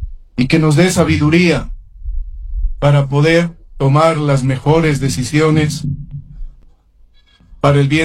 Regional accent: Bolivia

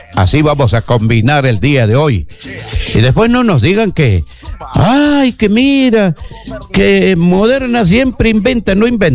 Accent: Peru

